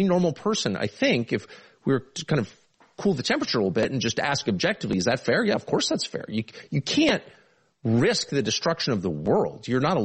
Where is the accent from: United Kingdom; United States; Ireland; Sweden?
United States; and it pains me as an American to say